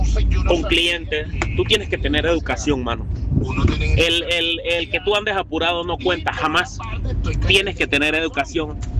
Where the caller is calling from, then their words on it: Panama; yo no soy nicaragüense. Yo no soy. Yo soy panameño